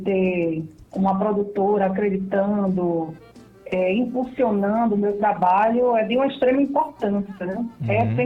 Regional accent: Northeast Region, Brazil; Isso, sou do Nordeste.

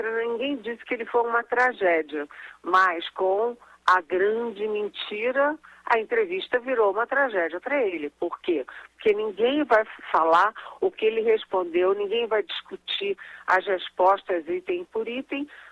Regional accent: Rio de Janeiro, Brazil; Eu que sou carioca, falo de cabeça para baixo.

